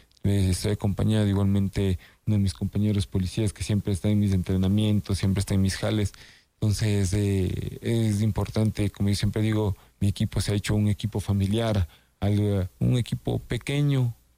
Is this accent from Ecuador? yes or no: yes; Sierra, Ecuador; se viene algo a lo ecuatoriano y a lo bien serrano, porque soy serrano